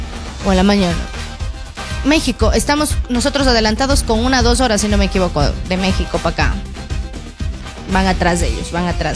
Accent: Ecuador; nosotros como buenos ecuatorianos

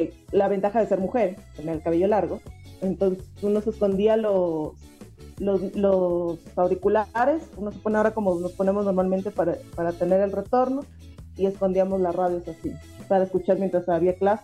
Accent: Quito, Pichincha, Ecuador; born there; nosotros estábamos al lado de la Atahualpa. Yo soy ex estudiante del colegio 24 de mayo.

